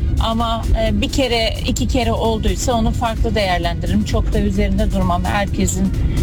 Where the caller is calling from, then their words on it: Izmir, İzmir, Turkey; Ben şu anda yoldayım. İzmir'den arıyorum.